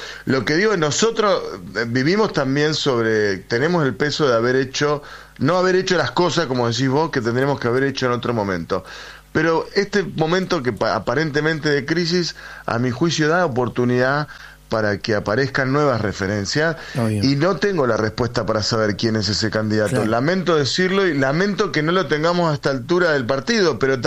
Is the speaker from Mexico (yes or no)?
no; Argentina; fui como judío, que formo parte de esa comunidad, como uh-huh. peronista, como argentino